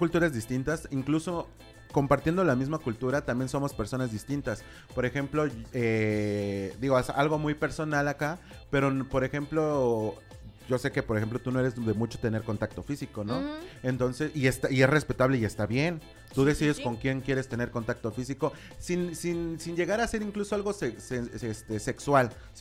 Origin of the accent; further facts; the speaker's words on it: Mexico; ni yo como mexicano uso sombrero, ni tengo zarape, ni uso bigote